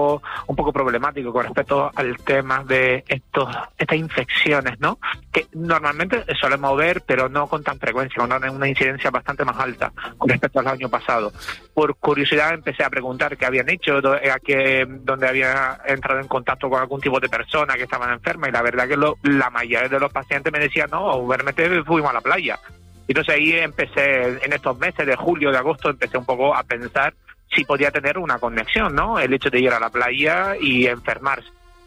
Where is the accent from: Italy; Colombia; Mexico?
Italy; now in Spain; DNI los italiano, aunque puedo hacer por matrimonio de mi pareja español, pero sí. Bueno, sigo siendo italiano al 100%.